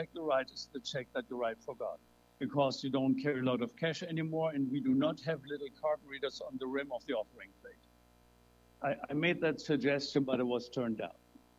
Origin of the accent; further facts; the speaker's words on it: Germany; moved away; when I was growing up in Germany.